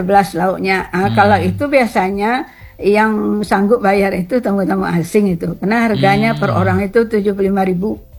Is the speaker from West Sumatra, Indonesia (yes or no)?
yes; West Sumatra, Indonesia; kita orang Sanjay